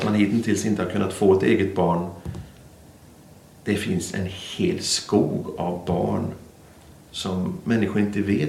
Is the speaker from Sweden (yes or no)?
no; Albania; accent: North Albanian dialect; Och jag pratar en nordalbansk dialekt.